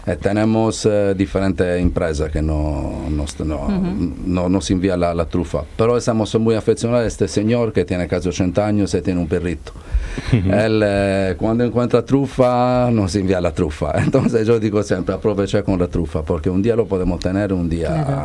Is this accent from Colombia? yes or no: no; Sardinia, Italy; also born or lived in Rome; Y tampoco yo soy de Roma, porque yo soy de Cerdeña.